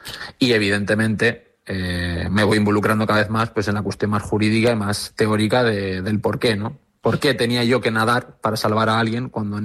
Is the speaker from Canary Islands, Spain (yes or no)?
yes; Canary Islands, Spain; Me crío en Fuerteventura, aunque mi acento no lo indica así, yo me crío en Fuerteventura, entonces vivimos la crisis de los cayucos.